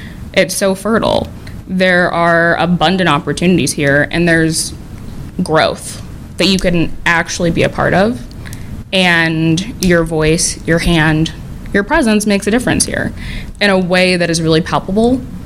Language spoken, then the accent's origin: English; Evanston, Illinois, United States; also born or lived in New York; now in Chicago, United States; I'm from Evanston. I'm from North Shore suburbs of Chicago. And I went to school in New York for 2 years, came back